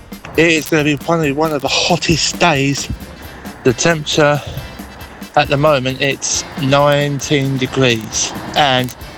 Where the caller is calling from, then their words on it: Dartford, South East England, United Kingdom; Here in Darford, yeah, as you can see, I'm out for a nice walk.